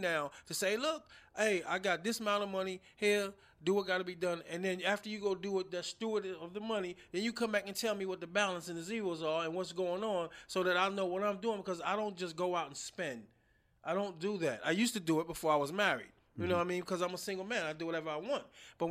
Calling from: New York, United States; So I'm from New York

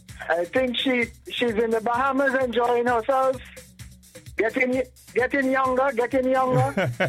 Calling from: Canada; I'm calling from Canada.

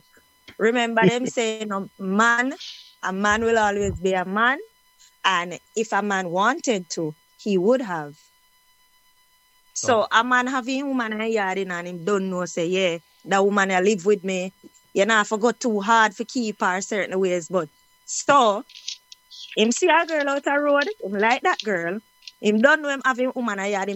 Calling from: Jamaica; No, we are Jamaican.

